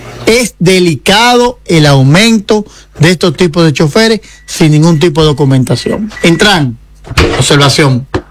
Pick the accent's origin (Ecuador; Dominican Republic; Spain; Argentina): Dominican Republic